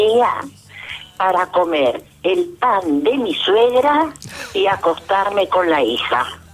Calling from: San Lorenzo, Santa Fe, Argentina; de San Lorenzo, como digo siempre.

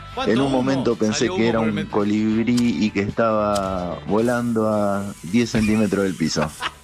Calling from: Rosario, Santa Fe, Argentina

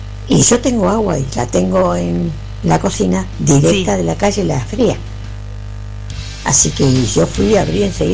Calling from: Villa Catalina, Argentina; Yo acá vivo en Villa Catalina.

